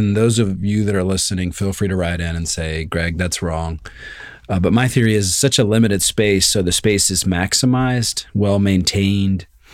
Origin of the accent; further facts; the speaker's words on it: Georgia, United States; I'm not going to say that I grew up in Georgia because you always harass me for this.